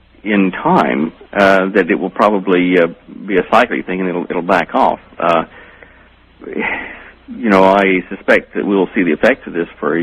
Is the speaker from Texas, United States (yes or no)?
yes; Dallas, Texas, United States; I'm from Dallas originally, ma'am.